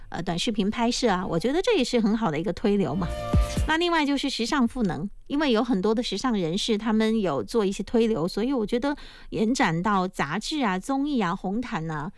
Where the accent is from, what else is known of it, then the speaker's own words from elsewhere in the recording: Quanzhou, Fujian, China; 然后就是我们泉州籍的一些明星